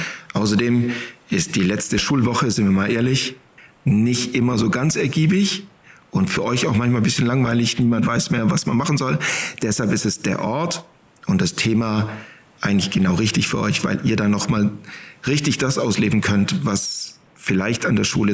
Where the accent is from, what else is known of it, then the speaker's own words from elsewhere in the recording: Swabia, Germany; Ich bin Schwabe durch und durch, habe aber einen großen Anteil Norddeutschland in mir noch drin von meiner Mutter. Die ist von der Nordseeküste.